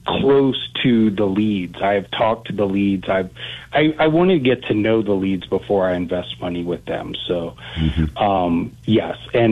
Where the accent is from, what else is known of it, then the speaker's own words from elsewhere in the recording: Houston, Texas, United States; originally I grew up in Houston. I spent the first 18 years of my life in Houston